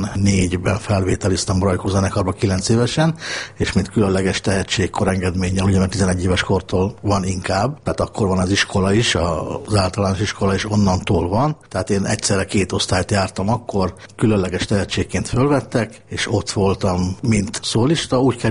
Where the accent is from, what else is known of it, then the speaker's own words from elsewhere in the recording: Szeged, Csongrád-Csanád, Hungary; Édesanyám részéről én magyar származású vagyok, ő nekem ekte magyar családból származik, de mi Szegeden éltünk, a családunk